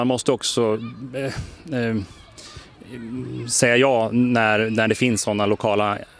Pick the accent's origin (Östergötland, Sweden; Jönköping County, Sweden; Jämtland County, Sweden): Jämtland County, Sweden; now in Mattmar, Sweden; är 48 år gammal, född och uppväxt i Så mellan Undersåker och Åre, och bor numera i Mellbyn i Mattmar.